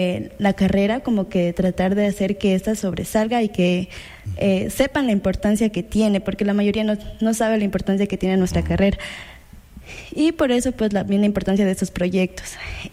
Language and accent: Spanish; Chaguarpamba, Loja, Ecuador; moved away as an adult; Yo soy de Chahuarpamba